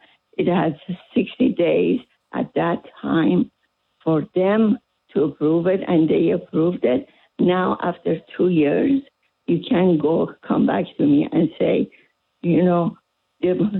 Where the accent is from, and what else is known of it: Turkey; now in California, United States